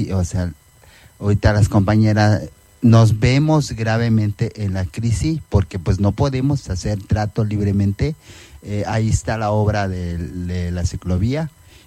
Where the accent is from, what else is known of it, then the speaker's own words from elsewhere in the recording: Xochistlahuaca, Guerrero, Mexico; Spanish is a second language; soy una mujer indígena, vengo del estado de Guerrero, la Costa Chica. Mi pueblito se llama Surja Namuzgo y en español es Sochiskauka.